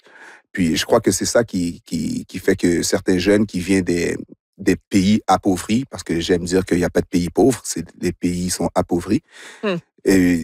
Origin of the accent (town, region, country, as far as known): Montreal, Quebec, Canada; born or raised there